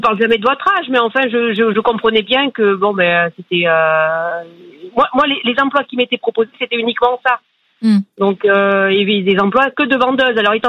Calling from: Nouvelle-Aquitaine, France; Alors, j'appelle d'une petite ville à côté de Brive-la-Gaillarde.

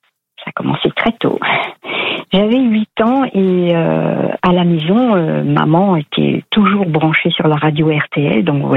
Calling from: Olivet, Centre-Val de Loire, France; J'habite à Olivier, c'est juste à côté d'Orléans.

